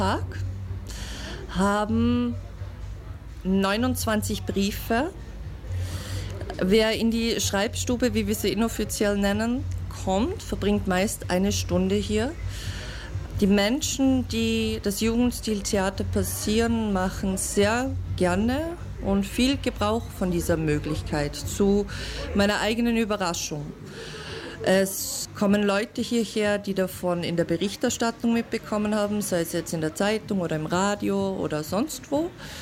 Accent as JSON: {"language": "German", "region": "Vorarlberg", "country": "Austria", "moved": "yes", "said": "Ich widme mich Literatur und Kunst und komme ursprünglich aus Vorarlberg, bin zum ersten Mal in Klagenfurt"}